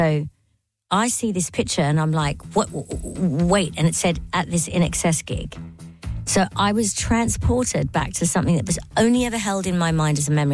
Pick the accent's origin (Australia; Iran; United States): Australia; New South Wales; I grew up in a small town in New South Wales, past the fancy northern beaches, keep driving and keep driving a bit more.